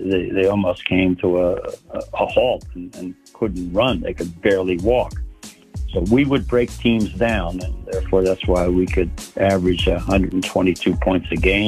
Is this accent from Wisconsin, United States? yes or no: no; Philadelphia, Pennsylvania, United States; Yeah, two Philly boys who are from my hometown, and I finally meet them in Los Angeles.